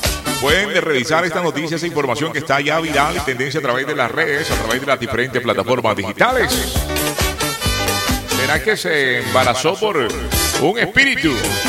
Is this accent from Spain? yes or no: no; Colombia